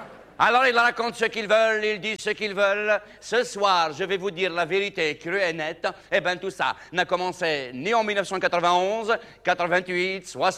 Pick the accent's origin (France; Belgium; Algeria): Algeria; chez nous en Algérie